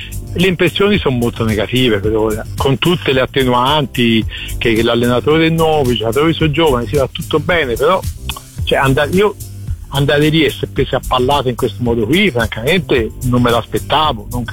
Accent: Florence, Tuscany, Italy; lo dico da fiorentino

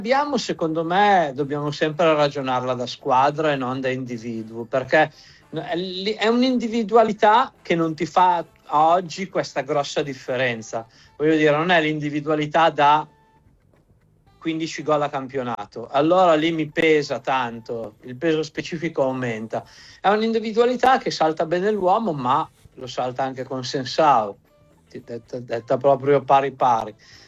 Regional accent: Piedmont, Italy; siamo piemontesi

